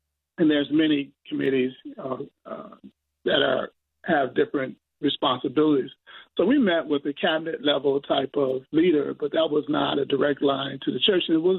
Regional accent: Chicago, Illinois, United States; I'm from Chicago

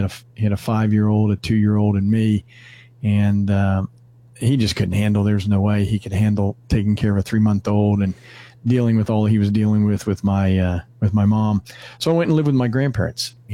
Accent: Northeast, United States; Growing up in the Northeast, you know, you pretty well knew anybody who was a Christian, you know, especially in my high school.

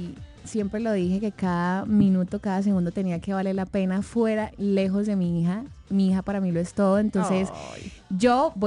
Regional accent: Cali, Valle del Cauca, Colombia; soy señorita Valle. Soy de Cali, representando a Cali, representando a la comuna 21, al distrito del oriente de Cali.

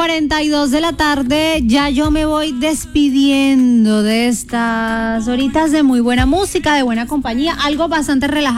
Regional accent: Colombia; estamos a pocas horas de vivir un momento maravilloso para nosotros como colombianos

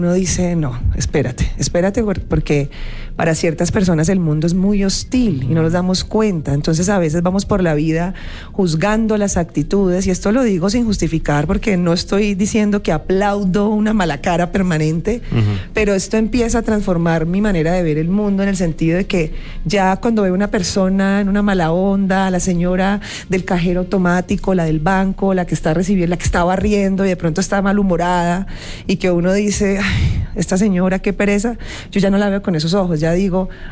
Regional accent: Cali, Valle del Cauca, Colombia; now in Bogotá, Colombia

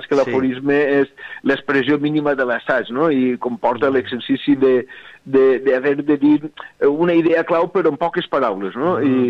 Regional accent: Alcoy, Valencian Community, Spain; moved away

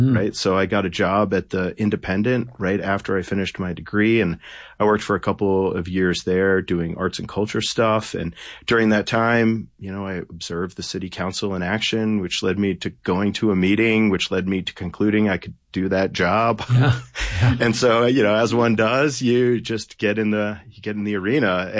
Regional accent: Concord, New Hampshire, United States; I grew up in Concord, New Hampshire.

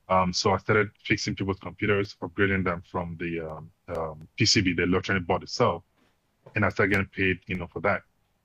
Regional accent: Cameroon; also born or lived in Nigeria / South Africa; I grew up in Cameroon, spent some time in Nigeria and other parts of West Africa, and then South Africa. So I've spent a considerable amount of time in South Africa.

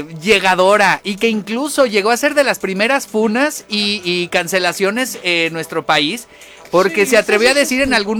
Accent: Mexico; Es lo que nos merecemos como mexicanos.

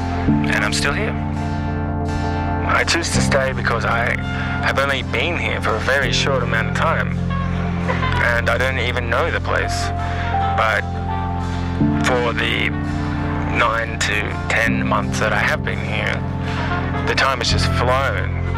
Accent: Newcastle, New South Wales, Australia; also born or lived in Melbourne / Tennant Creek; now in Alice Springs, Australia; I'm from Newcastle, New South Wales, originally. And I did a big stint in Melbourne for 8 years, and now I'm here. I came to Alice Springs quite a while ago

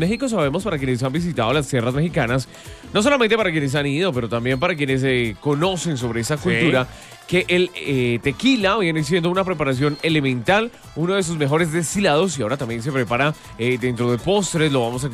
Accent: Tunja, Boyacá, Colombia; Soy de Tunja, sí.

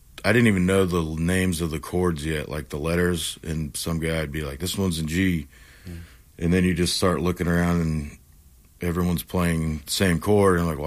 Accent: Missouri, United States; born there; came back to Missouri

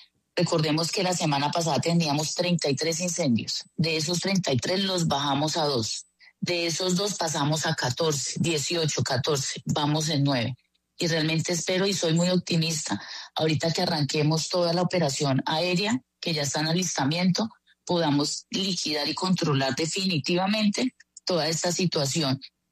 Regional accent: Colombia

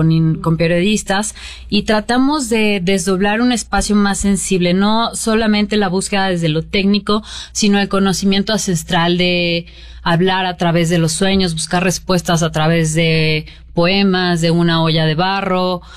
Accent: Mexico; somos mexicanos todos

